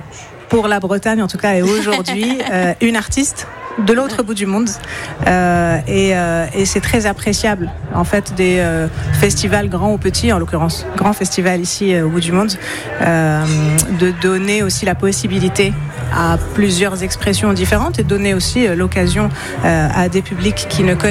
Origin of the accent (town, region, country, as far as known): Morocco; moved away as an adult; now in France